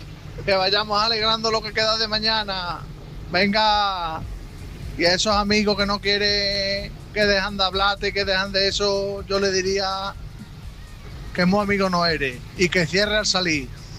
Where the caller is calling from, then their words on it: Torremejía, Extremadura, Spain; desde aquí, desde Torre Mejía.